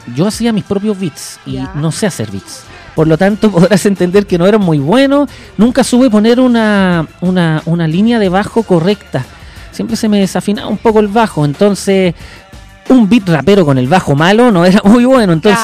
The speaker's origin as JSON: {"language": "Spanish", "town": "La Florida", "region": "Santiago Metropolitan Region", "country": "Chile", "tie": "born or raised there", "said": "Toda la vida he vivido en la Florida, en los Quillayes. Después vivo en un sector un poquito más tranquilito"}